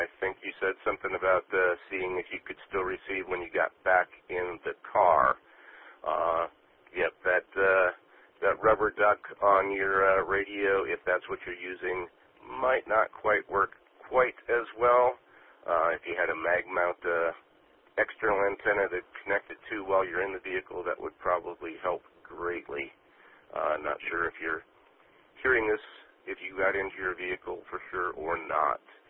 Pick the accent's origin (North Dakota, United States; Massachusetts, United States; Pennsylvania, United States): Massachusetts, United States; Boston; I'm from Boston, and I just had Gemini print me out a repeater list and uploaded it to this radio